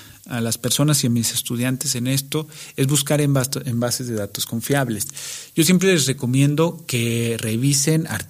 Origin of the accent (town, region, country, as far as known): Mexico